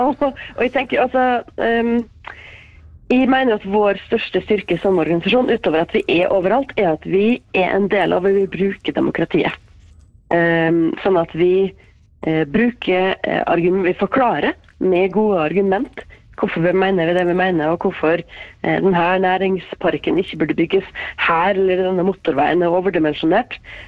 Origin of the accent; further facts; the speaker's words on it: Molde, Møre og Romsdal, Norway; Jeg har vokst opp på Kringsjå i Molde, og der kan man ta på ski og gå rett ut i marka, liksom fra egen garasje.